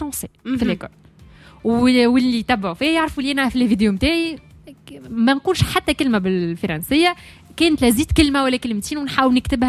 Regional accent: Tunisia; عندنا في تونس

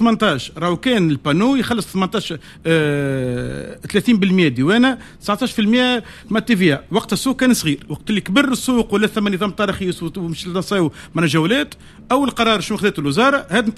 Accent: Tunisia; اليوم المصانع اللي عندنا في تونس

